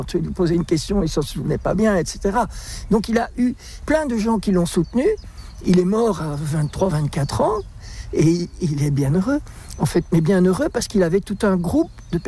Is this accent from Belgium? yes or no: yes; Belgium; On est resté en Belgique, puisque je suis belge.